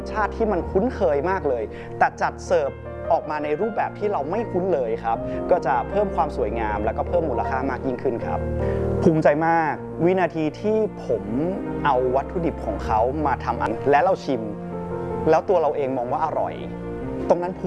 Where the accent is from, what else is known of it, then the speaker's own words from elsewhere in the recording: Chiang Mai, Thailand; ผมก็รู้สึกภาคภูมิใจมากที่เราได้เป็นส่วนหนึ่งที่เป็นคนเชียงใหม่โดยแท้จริงแล้วเราเติบโตมาในบ้านเมืองเชียงใหม่